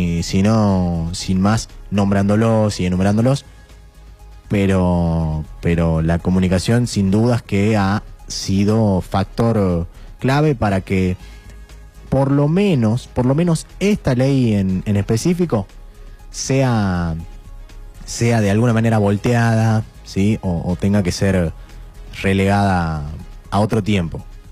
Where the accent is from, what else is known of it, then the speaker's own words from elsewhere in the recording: Chilecito, La Rioja, Argentina; nos atraviesan a los riojanos y a los chileciteños